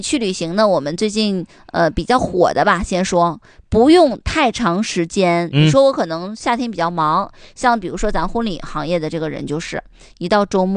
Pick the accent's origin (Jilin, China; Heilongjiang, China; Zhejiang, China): Heilongjiang, China; Harbin